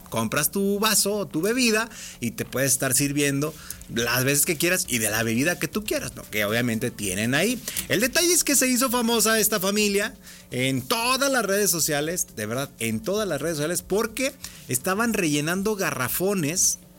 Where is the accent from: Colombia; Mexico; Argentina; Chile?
Mexico